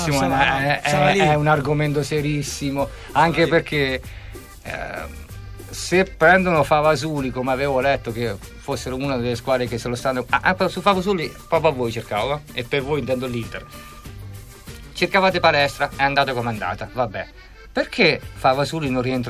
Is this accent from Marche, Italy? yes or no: yes; Acquaviva Picena, Marche, Italy; Acquaviana, che è una squadra che gioca in seconda categoria Marche, il mio paesino